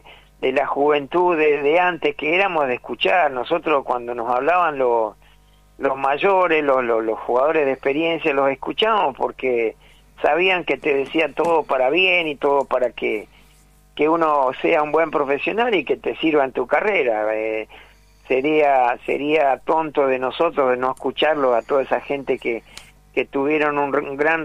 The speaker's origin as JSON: {"language": "Spanish", "town": "Haedo", "region": "Buenos Aires Province", "country": "Argentina", "said": "yo soy de Aedo, vivo a una cuadra de la estación de Aedo."}